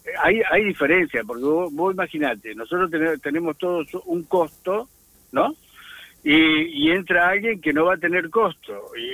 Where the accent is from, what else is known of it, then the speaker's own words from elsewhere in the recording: Buenos Aires, Argentina; moved away; yo soy de Buenos Aires también.